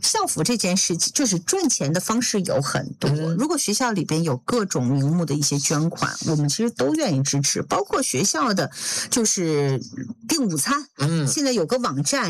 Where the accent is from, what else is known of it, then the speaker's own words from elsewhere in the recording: China; now in New Zealand; 如果不是因为我是中国人，也许我不会这么看这个问题。